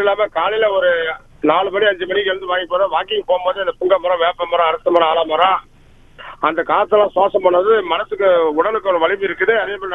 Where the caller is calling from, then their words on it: Dharmapuri, Tamil Nadu, India; நான் தர்மபுரி உழவர் சந்தையில … பேசுறேன்.